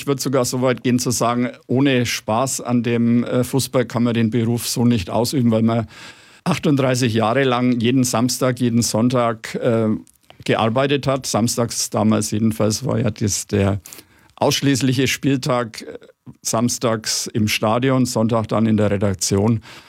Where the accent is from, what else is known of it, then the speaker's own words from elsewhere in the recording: Nuremberg, Bavaria, Germany; Ich bin in Nürnberg geboren, ich habe mein Leben lang in Nürnberg gelebt